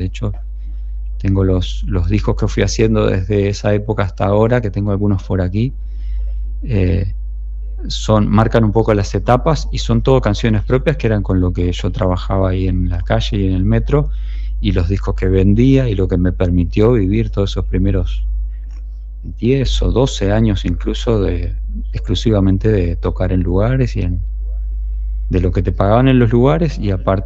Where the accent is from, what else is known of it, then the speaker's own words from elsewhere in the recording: Uruguay; accent: Uruguayan; now in Spain; ¿cómo mantienes como mi acento de uruguayo cuando hablo como que no estoy tan contaminado por el español de España?